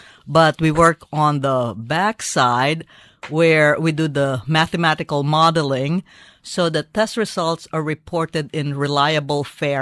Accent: Philippines; born there; Yes, I was born in the Philippines.

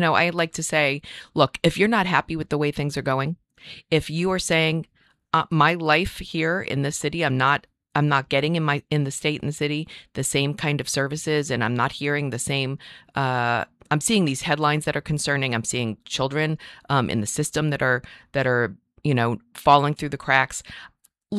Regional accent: Nashua, New Hampshire, United States; I grew up in Nashua. I was lucky enough, my husband and I, when we were looking for a place to raise our family, I found a house three houses away from where I grew up.

